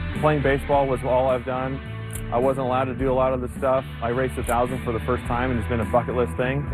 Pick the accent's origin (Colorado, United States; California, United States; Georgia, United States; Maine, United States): California, United States; San Juan Capistrano; I'm from San Juan Capistrano.